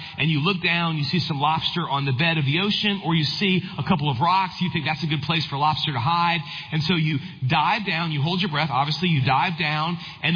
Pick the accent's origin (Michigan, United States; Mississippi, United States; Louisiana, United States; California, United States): Louisiana, United States; I grew up in South Louisiana, in a bayou right by our house